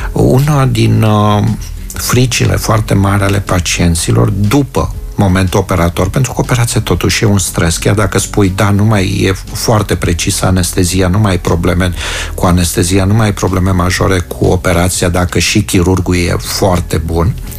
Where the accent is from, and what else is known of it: Timișoara, Timiș County, Romania